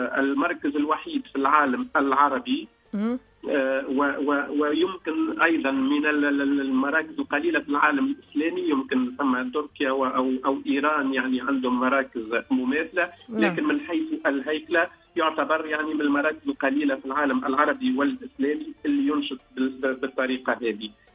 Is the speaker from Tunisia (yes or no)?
yes; Tunisia; الخطاطين اللي عندنا في تونس